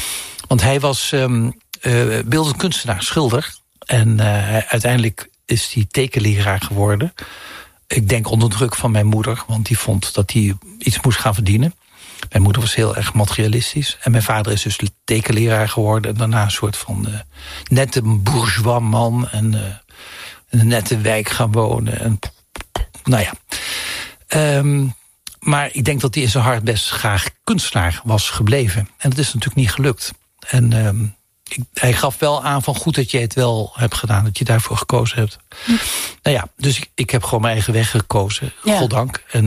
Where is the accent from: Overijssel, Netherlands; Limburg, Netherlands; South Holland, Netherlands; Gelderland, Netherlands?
Limburg, Netherlands; Heerlen; moved away; Ik kom uit Zuid-Limburg, uit Heerlen.